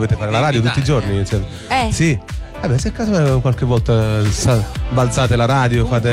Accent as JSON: {"language": "Italian", "town": "Cardito", "region": "Campania", "country": "Italy", "said": "noi che veniamo da Cardito in provincia di Napoli"}